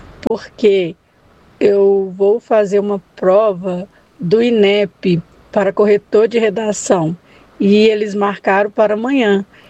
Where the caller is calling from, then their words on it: Ibirité, Minas Gerais, Brazil; eu sou da cidade de Ibirité.